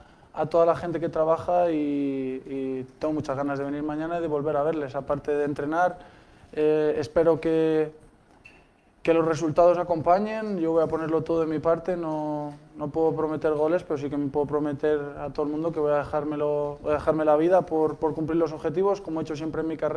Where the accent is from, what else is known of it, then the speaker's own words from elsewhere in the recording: Madrid, Community of Madrid, Spain; tampoco el hecho de que soy de Madrid, de estar en casa